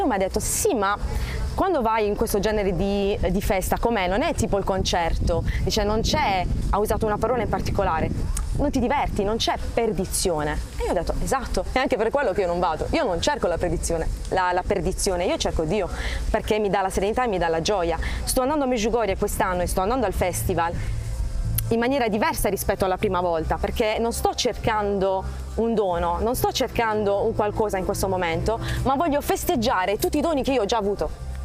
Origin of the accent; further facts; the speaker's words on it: Bari, Apulia, Italy; vengo da Bari, dall'Italia.